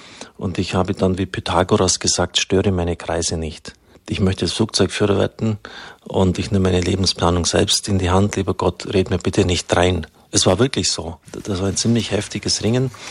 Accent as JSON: {"language": "German", "region": "Bavaria", "country": "Germany", "tie": "born or raised there", "said": "Das war eine ländliche Idylle, ungefähr 25 Kilometer südwestlich von Augsburg bin ich aufgewachsen."}